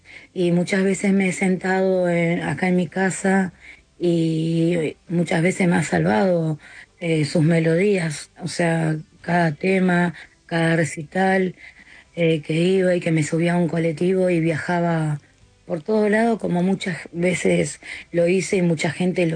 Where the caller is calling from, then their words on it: Pilar, Buenos Aires Province, Argentina; yo soy de Pilar, zona norte